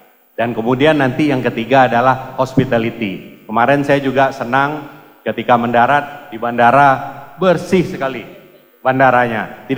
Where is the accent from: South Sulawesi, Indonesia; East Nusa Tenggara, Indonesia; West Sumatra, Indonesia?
West Sumatra, Indonesia; tentu sebagai putra Minang kita selalu berpikir bagaimana ini membantu Padang dan Sumatera Barat.